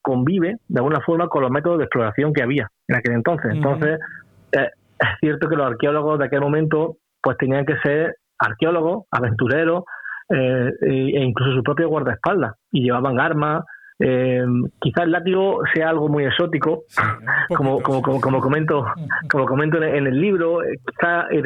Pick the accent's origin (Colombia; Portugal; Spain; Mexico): Spain; Jaén, Andalusia; a mi tierra, a Jaén